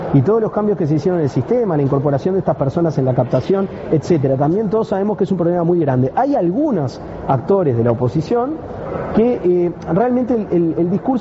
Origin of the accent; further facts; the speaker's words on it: Uruguay; no está buscando el resultado que todos queremos como uruguayos